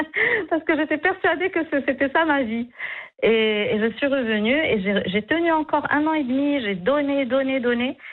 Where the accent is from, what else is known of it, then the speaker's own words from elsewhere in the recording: Morocco; moved away; quand j'ai quitté le Maroc, je me suis rendu compte que je ne savais pas qui j'étais. J'avais évolué dans une société où on ne prend pas le temps de nous poser la question de qui on est, quels sont nos besoins.